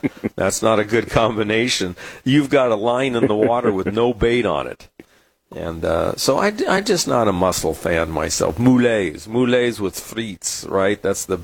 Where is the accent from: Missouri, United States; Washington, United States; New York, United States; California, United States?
California, United States; San Diego; I grew up fishing in San Diego Bay and the Mission Bay, and we used those stinky mussels that we would get off the pylons of the pier.